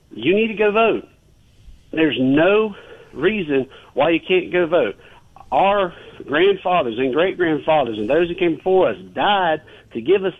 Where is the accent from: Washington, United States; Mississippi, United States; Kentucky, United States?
Mississippi, United States; I'm originally from Mississippi.